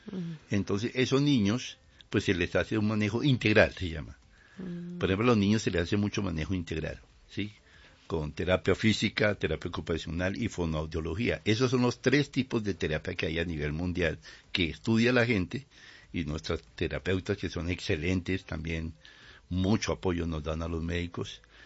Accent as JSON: {"language": "Spanish", "region": "Bogotá", "country": "Colombia", "said": "Yo soy bogotano."}